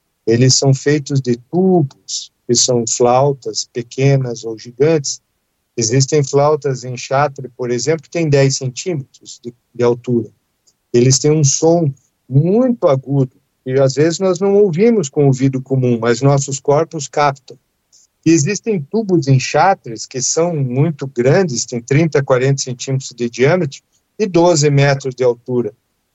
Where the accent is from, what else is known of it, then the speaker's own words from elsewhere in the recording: Curitiba, Paraná, Brazil; born there; Eu nasci em Curitiba.